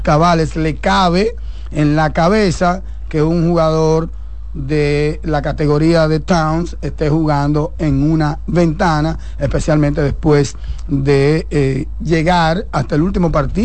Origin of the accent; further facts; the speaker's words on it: Dominican Republic; ¿Qué yo desearía como dominicano?